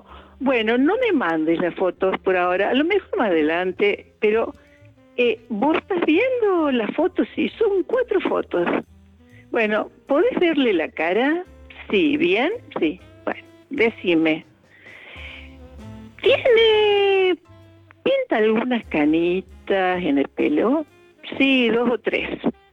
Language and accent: Spanish; Córdoba, Argentina